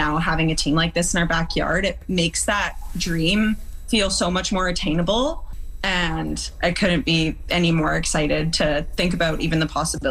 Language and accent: English; Winnipeg, Manitoba, Canada; When I was younger, like growing up in Winnipeg, the opportunities to go anywhere further than university were slim